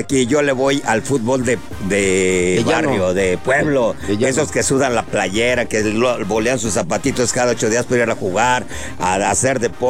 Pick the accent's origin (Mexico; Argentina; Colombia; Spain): Mexico; mexicano, no le voy a Estados Unidos, le voy a México